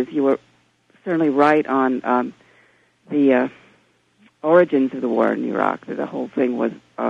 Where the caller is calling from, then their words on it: Connecticut, United States; Yep, in central Connecticut.